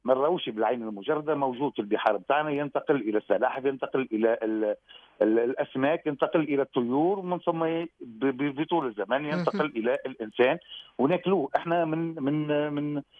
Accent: Tunisia; موجودة عندنا في تونس

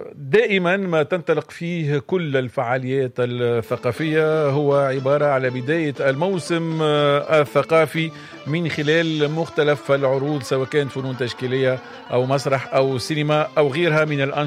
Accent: Tunisia; احنا تونسي

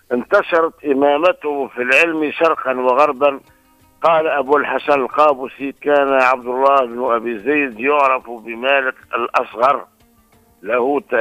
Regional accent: Tunisia

